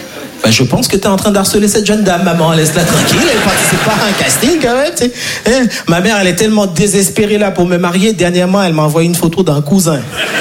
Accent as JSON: {"language": "French", "country": "Haiti", "tie": "born or raised there", "moved": "yes", "said": "Je vais pas vous mentir parce que je suis né et grandi en Haïti. Et en Haïti, on n'a pas les quatre saisons."}